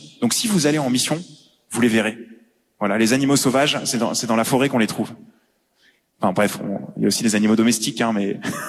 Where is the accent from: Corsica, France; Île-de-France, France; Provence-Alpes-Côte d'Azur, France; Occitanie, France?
Occitanie, France; Montpellier; moved away as an adult; now in Morocco